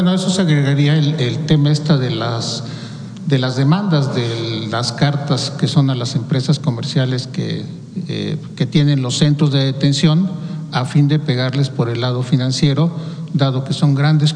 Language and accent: Spanish; Mexico City, Mexico; como chilango yo me siento muy orgulloso